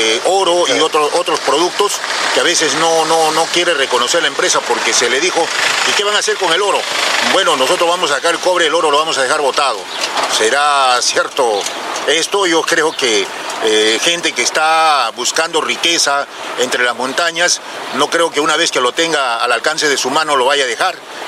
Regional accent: Tambo Valley, Deán Valdivia district, Arequipa, Peru; Yo he nacido aquí en el Valle de Tambo, en el distrito de Deán Valdivia.

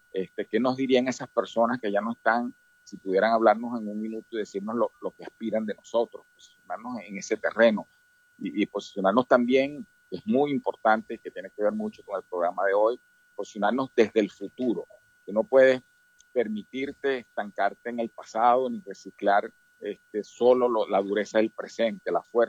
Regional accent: Venezuela; como ciudadano común, como venezolano

